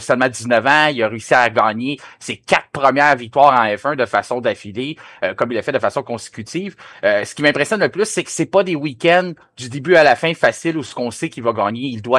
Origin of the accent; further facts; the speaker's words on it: Montreal, Quebec, Canada; chez nous à Montréal